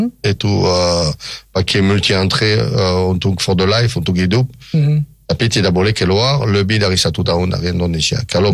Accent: Nouvelle-Aquitaine, France; moved away; ada 17 kilo dari kampung saya, kok, dari kampung. Saya bilang kampung. Sekarang bukan kampung lagi, dulu kampung

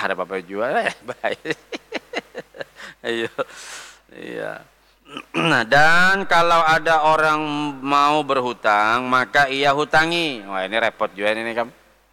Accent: South Kalimantan, Indonesia; kami Banjar bahari kakan-kakan yang nyebat lapri.

